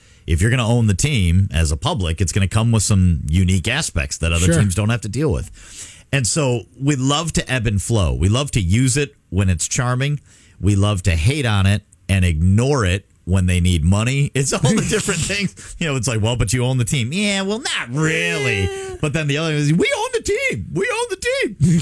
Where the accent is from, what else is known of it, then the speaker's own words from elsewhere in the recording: Milwaukee, Wisconsin, United States; Growing up in the Milwaukee area